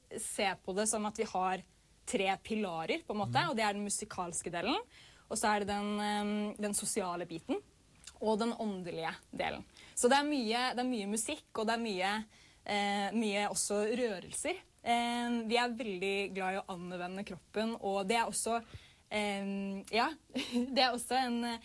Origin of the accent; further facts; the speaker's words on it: Norway; det startade ju i Norge, där jag kommer ifrån.